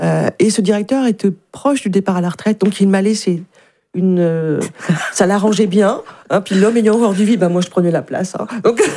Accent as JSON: {"language": "French", "town": "Le Mans", "region": "Pays de la Loire", "country": "France", "tie": "born there", "said": "Moi, je suis née au Mans, et donc j'ai été baignée, j'ai été éduquée par le Repas Jazz Festival."}